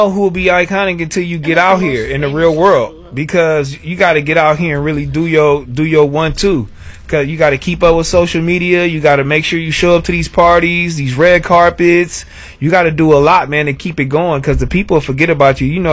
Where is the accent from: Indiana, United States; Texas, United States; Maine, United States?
Texas, United States; Houston; I'm from Houston.